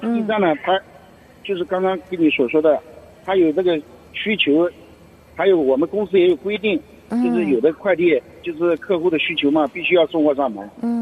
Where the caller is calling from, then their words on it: Changzhou, Jiangsu, China; 我是那个常州天宁这边的。